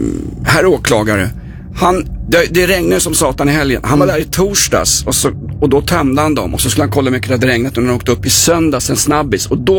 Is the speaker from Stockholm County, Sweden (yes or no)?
yes; Stockholm, Stockholm County, Sweden; Jag växte upp i Vällingby där alla känner alla, tyvärr.